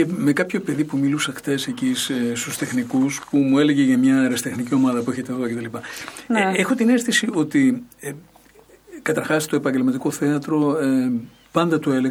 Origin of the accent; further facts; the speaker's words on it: Greece; εμείς σαν Έλληνες